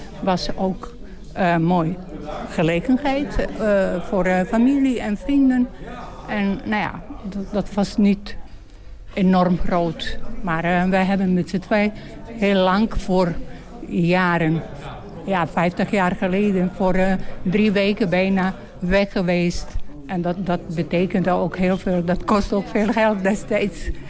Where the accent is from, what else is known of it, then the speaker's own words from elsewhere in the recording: Bosnia & Herzegovina; Dutch is a second language; now in Lisse, Netherlands; ben ik oorspronkelijk uit Bosnië en Herzegovina, maar woon ik in Nederland en in Lisse 33 jaar.